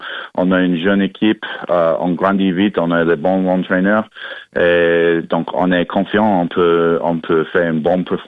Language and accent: French; Vancouver, British Columbia, Canada; born there; French is a second language; Je suis né au Vancouver et dans j'ai commencé avec l'équipe du Canada en 2015.